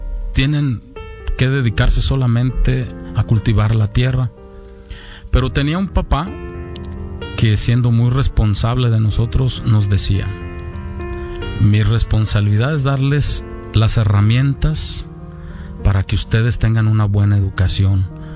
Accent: Zapotitlán de Vadillo, Jalisco, Mexico; also born or lived in Guadalajara; aunque nací en Guadalajara, pasé mis primeros años en un pueblito del sur de Jalisco, allá en México, que se llama Zapotitlán de Vadillo. Es un pueblo de campesinos

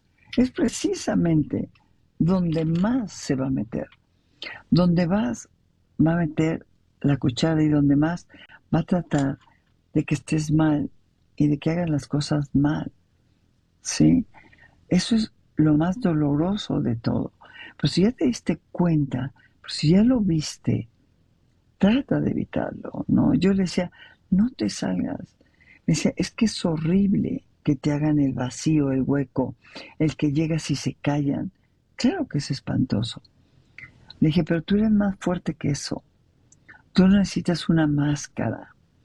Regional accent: Mexico; Nos dividieron como mexicanos, diciéndonos que había pobres y había ricos.

